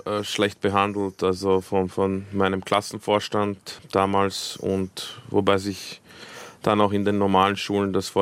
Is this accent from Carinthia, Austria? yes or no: no; Vienna, Austria; German is a second language; Meine Jugend und in Wiener Parks verbracht.